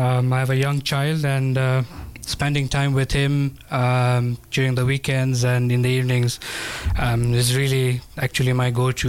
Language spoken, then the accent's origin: English; Mombasa County, Kenya; moved away as an adult; now in Nairobi, Kenya; I was born and brought up in Mombasa, so a local Mombasa boy.